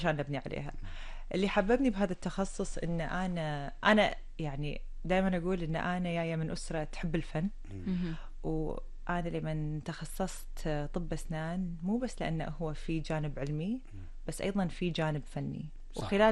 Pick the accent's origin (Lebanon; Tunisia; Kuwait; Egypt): Kuwait; also born or lived in United States; البكالوريوس في الولايات المتحدة بعدها مرحلة طب الأسنان بعدها رجعت للكويت